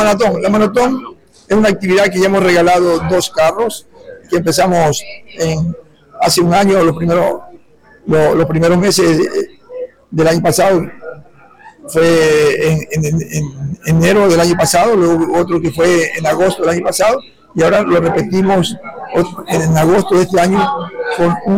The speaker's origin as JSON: {"language": "Spanish", "town": "Calceta", "region": "Manabí", "country": "Ecuador", "tie": "born or raised there", "moved": "yes", "lives_now": "Manta, Ecuador", "said": "Sí, sí, nosotros somos de Calceta, Santa Marta nació como negocio en Calceta, y nosotros vivimos nuestros primeros años de vida en Calceta. Entonces, Calceta es una tierra muy ligada a nosotros, una tierra que la llevamos en el corazón."}